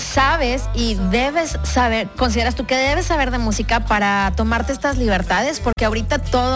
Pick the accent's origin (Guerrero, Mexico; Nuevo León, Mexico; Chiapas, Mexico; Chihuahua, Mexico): Nuevo León, Mexico; Monterrey; Porque somos regios.